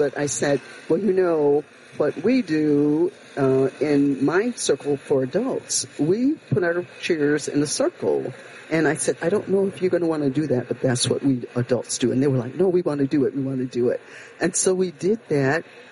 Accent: Alabama, United States; moved away as an adult; also born or lived in Elgin; now in McHenry County, United States; I moved to Illinois when I was 18.

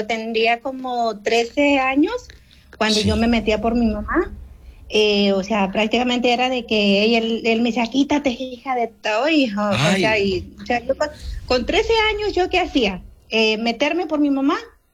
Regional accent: Michoacán, Mexico; yo soy del estado de Michoacán

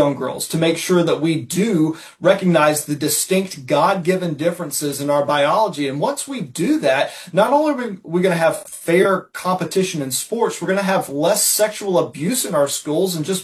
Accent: North Carolina, United States; I'm from North Carolina, if something happens in Charlotte, we're hearing about it in Wilmington

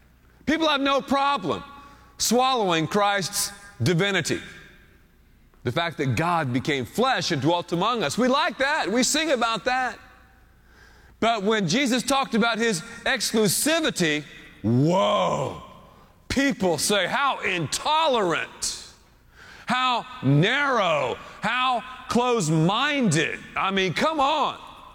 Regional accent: Texas, United States; And we said, no, we're from Texas.

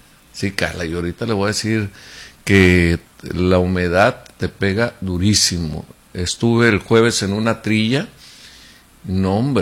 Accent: Mexicali, Baja California, Mexico; Hay gente como yo, que decimos, no, es que nosotros somos de Mexicali, hombre

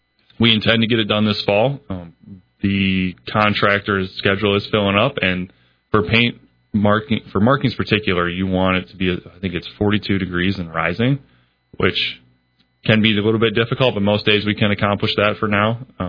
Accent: Wixom, Michigan, United States; I'm from Wixom. So that's right next door.

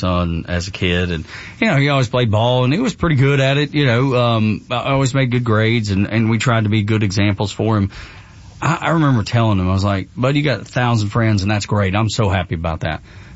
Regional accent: Dalton, Georgia, United States; and growing up in Northwest Georgia, it was the people that owned the carpet mills. I'm from Dalton, which is carpet capital of the world

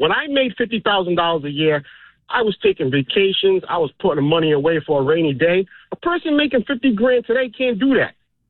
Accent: Rhode Island, United States; I mean, I'm happy to be an American, born and raised here, specifically born and raised in Rhode Island.

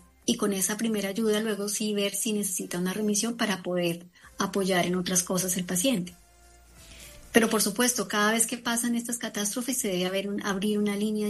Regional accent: Colombia

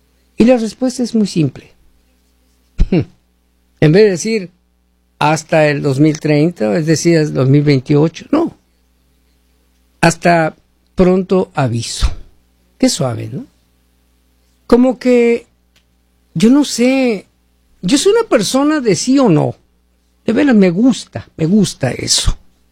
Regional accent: El Salvador; Somos de El Salvador.

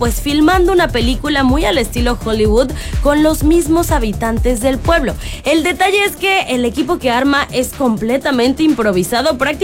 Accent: Alvarado, Veracruz, Mexico; yo como alvaradeña solamente puedo decirte que qué orgullo ver a Alvarado en la pantalla grande

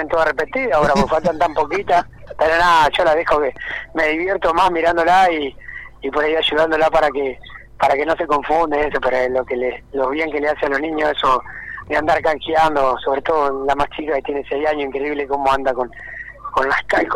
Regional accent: Concepción del Uruguay, Entre Ríos, Argentina; siento que soy el representante del Turismo Carretera de Concepción Uruguay, siempre la gente me apoya, me ve en la ciudad

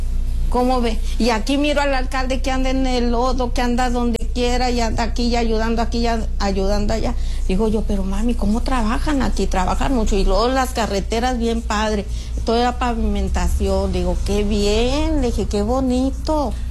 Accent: Torreón, Coahuila, Mexico; No, soy de Torreón, Coahuila.

